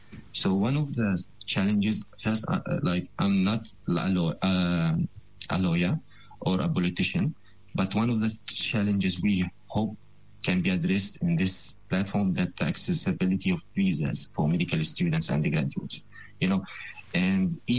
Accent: Gaza, Gaza Strip, Palestine; moved away; I'm from Gaza

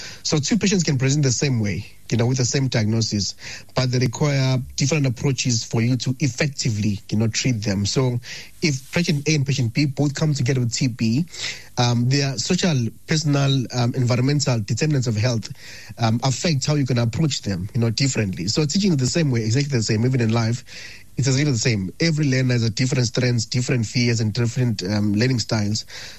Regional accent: Ladysmith, KwaZulu-Natal, South Africa; I grew up in Ladysmith, attending in township and rural schools, where resources were very, very limited, you know.

